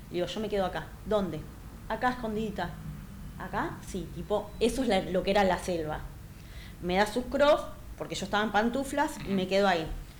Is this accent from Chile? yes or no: no; Argentina; moved away; also born or lived in Mexico; hoy en mi país me están dando la espalda como nunca me lo imaginé.